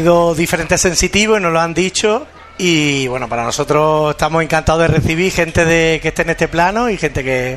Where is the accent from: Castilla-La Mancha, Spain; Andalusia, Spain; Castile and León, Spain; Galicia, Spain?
Andalusia, Spain; Málaga; now in Madrid, Spain; yo soy de Málaga.